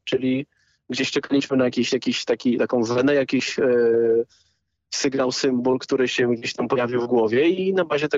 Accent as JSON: {"language": "Polish", "region": "Subcarpathian Voivodeship", "country": "Poland", "said": "ja pochodzę z Podkarpacia, mieszkam w Rzeszowie"}